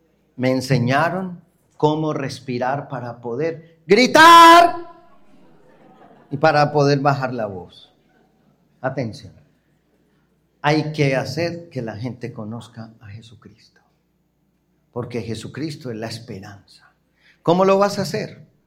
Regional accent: Colombia

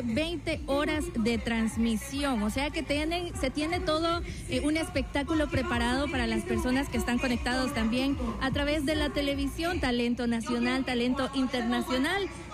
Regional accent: El Salvador; la Teletón también somos los salvadoreños.

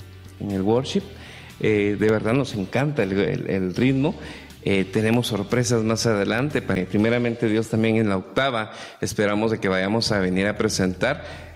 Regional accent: Guatemala; todos éramos somos guatemaltecos

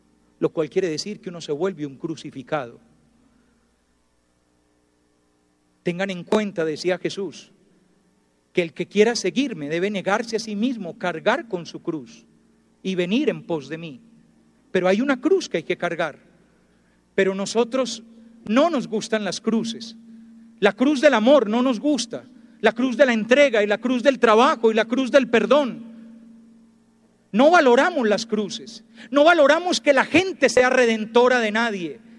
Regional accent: Antioquia, Colombia; ¡Qué rico que somos paisas!

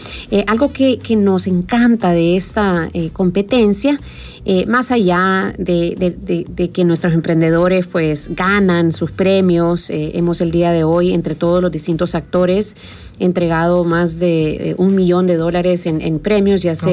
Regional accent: El Salvador

